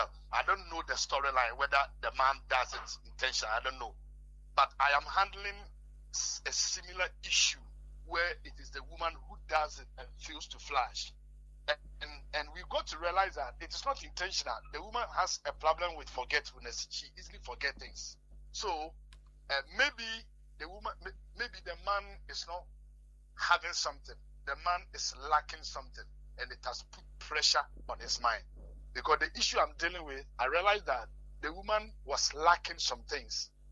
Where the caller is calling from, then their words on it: Tantra Hills, Greater Accra, Ghana; Yeah, I'm speaking from Tantra Hills.